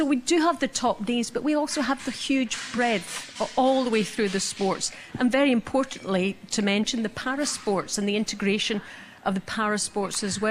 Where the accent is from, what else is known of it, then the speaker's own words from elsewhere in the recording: Glasgow, Scotland, United Kingdom; I'm Scottish and I'm from Glasgow